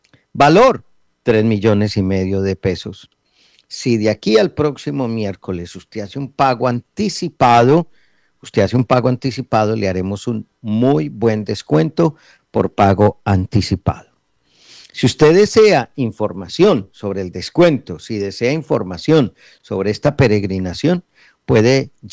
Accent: Antioquia, Colombia; moved away; Me lo voy a llevar para Antioquia. Me lo voy a llevar para mi tierra

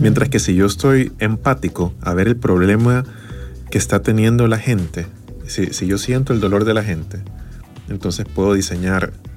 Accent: El Salvador; incluso como salvadoreños

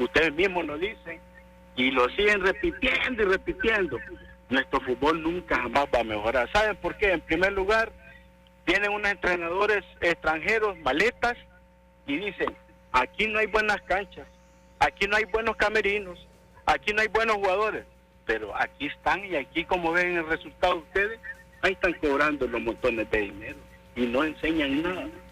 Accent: El Salvador; lastimosamente, seguimos siendo salvadoreños, seguimos llorando por nuestra selección.

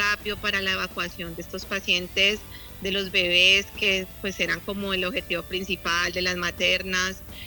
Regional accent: Cali, Valle del Cauca, Colombia; Yo soy súper caleña, nací en Cali

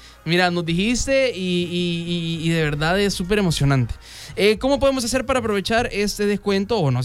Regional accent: El Salvador; hay que reconocer que como salvadoreños somos un poco de dejarlo a última hora.

